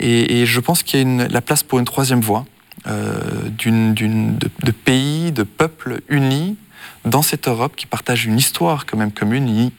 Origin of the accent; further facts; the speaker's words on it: Switzerland; born there; Donc, je suis de nationalité luxembourgeoise. Je suis né en Suisse.